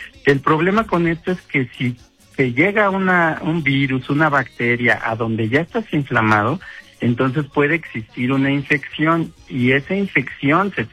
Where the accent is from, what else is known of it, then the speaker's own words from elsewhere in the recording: Tenango del Valle, State of Mexico, Mexico; el bello municipio de Tenango del Valle, de donde soy originario.